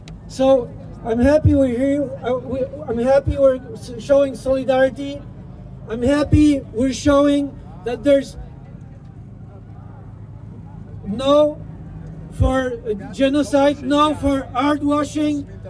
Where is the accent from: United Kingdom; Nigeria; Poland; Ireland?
Poland; English is a second language; to speak in English. … I'm a politician from Poland, a member of a parliament.